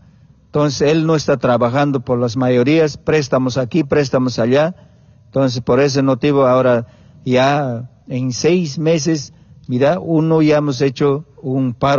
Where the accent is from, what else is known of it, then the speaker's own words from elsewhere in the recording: Bolivia; nosotros como pueblo boliviano